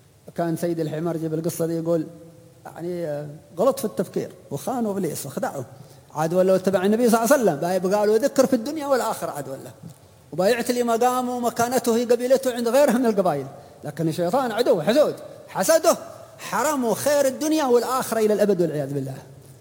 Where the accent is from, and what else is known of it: Hadhramaut, Yemen